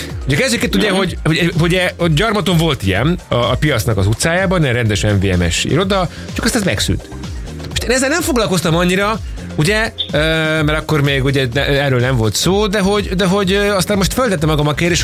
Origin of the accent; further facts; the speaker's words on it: Balassagyarmat, Nógrád, Hungary; Tehát, hogy én Balassagyarmatiként én Tarjánban nem tudtam időpontot kapni, mert hogy nem rak engem oda.